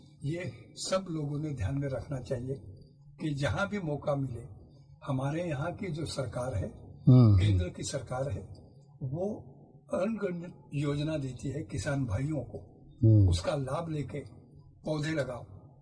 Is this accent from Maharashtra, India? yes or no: yes; Alibag, Maharashtra, India; मैं छत्रपति शिवाजी महाराज के जिला रायगढ़ से हूँ, और समंदर के बगल में सरखेल कान्होजी आंगरे करके जो आरमार के प्रमुख थे शिवाजी महाराज के, उन्हीं के गांव का अलीबाग का रहने वाला हूँ।